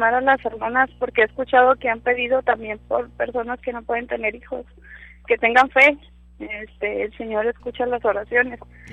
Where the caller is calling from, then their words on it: Piedras Negras, Coahuila, Mexico; hablo de Piedras Negras, Coahuila.